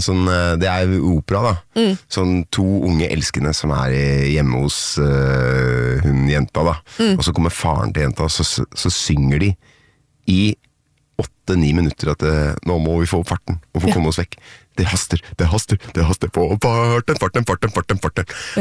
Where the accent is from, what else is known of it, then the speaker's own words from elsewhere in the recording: Nittedal, Akershus, Norway; Jeg vokste opp I Nittedal.